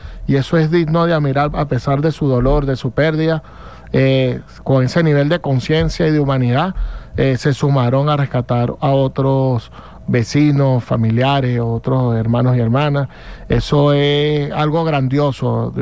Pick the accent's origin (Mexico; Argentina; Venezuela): Venezuela